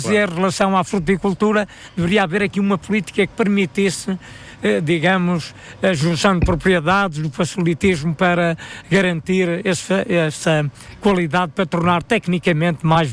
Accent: Lamego, Viseu, Portugal; now in Ferreirim, Portugal; eu sou natural de Lamego, vivo em Ferreirinho de Serrancelho, mas desloco-me todos os dias para Moimenta.

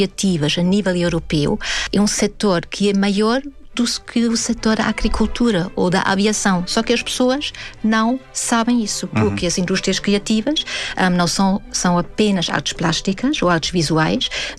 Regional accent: Salzburg, Austria; moved away; pronto, nasceu em Salzburg, que é a minha cidade natal

